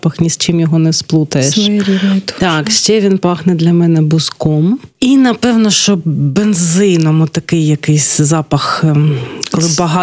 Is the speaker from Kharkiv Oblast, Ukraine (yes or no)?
yes; Kharkiv, Kharkiv Oblast, Ukraine; Тобто тато, виходить, в другому поколінні харків'янин, мама в першому, ну, а я не знаю, в якому я.